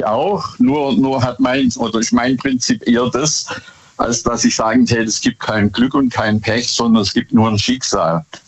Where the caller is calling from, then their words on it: Bad Boll, Baden-Württemberg, Germany; ich komme aus Bad Boll.